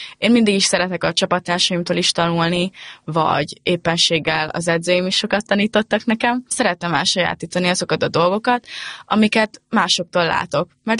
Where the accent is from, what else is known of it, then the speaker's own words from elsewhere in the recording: Győr, Győr-Moson-Sopron, Hungary; én nem is vagyok kolis, szóval én Győr mellett lakom, és hogy adott ott ez a lehetőség, hogy lényegében a szülővárosomba tudok kézilabdázni